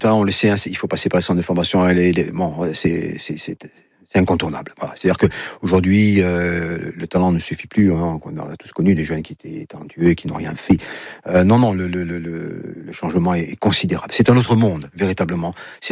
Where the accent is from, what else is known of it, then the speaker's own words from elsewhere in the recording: Corsica, France; on est des Corses aujourd'hui, de 2025, avec nos défauts, nos qualités.